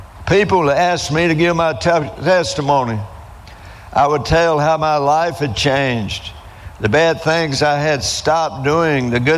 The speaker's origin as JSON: {"language": "English", "town": "Eufaula", "country": "United States", "said": "I was from Eufaula."}